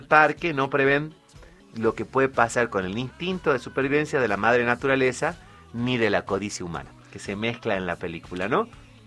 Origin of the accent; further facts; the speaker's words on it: Argentina; En fin, somos extremistas